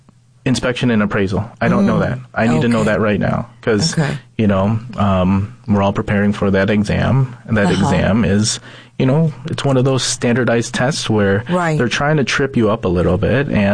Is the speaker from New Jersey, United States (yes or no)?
no; Janesville, Wisconsin, United States; also born or lived in Norfolk, Virginia / Gurnee, Illinois; My mom brought me here with her brother, who was in the Navy, and then we moved to Janesville, Wisconsin, where I grew up.